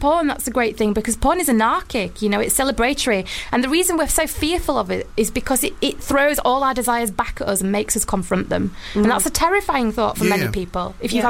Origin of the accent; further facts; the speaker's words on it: Wakefield, Yorkshire and the Humber, United Kingdom; Yeah, I've always been gobby. Yeah. And I'm from Yorkshire, for God's sake.